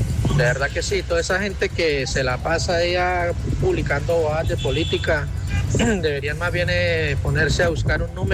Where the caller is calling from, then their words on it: Colombia; estamos nosotros acá en Cúcuta